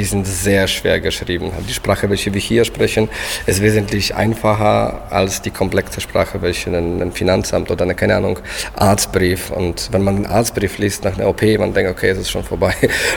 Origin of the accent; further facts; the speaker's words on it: Poland; first language Polish; German is a second language; moved away as an adult; now in Berlin, Germany; wenn ich zu Hause bin, kann ich besser Polnisch logischerweise sprechen. Das ist meine Muttersprache, es ist nicht schwierig für mich.